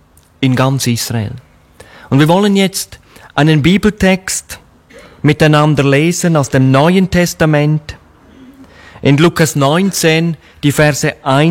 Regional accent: Switzerland; Ich komme ja aus der Schweiz, das hört man, glaube ich, in meiner Sprache.

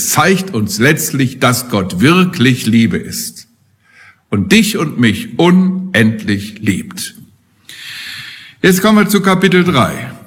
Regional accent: Steinbach, Hesse, Germany; Würden fast bis in meinen Heimatort Steinbach sehen können.

